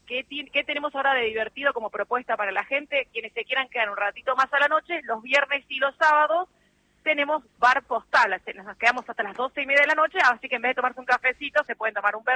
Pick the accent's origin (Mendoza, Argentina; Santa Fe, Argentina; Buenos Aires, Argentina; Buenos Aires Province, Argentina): Santa Fe, Argentina; Venado Tuerto; also born or lived in El Jardín, Santa Fe; Y la estación de tren en la que yo me crié de chiquita, yo nací en Venado Tuerto, en la provincia